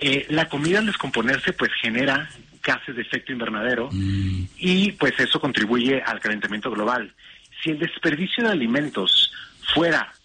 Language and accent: Spanish; Mexico; somos mexicanos